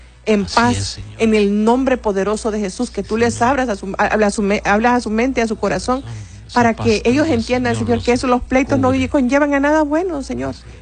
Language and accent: Spanish; Puerto Cortés, Cortés, Honduras; somos de Puerto Cortés.